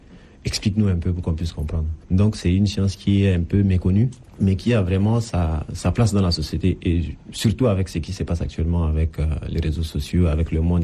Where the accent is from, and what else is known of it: N'Djamena, Chad; born there